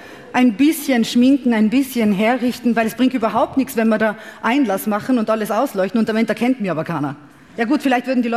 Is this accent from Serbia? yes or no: yes; Serbia; ich komme aus einem Ort namens Bička Materina ohne Autobahnanschluss in Serbien.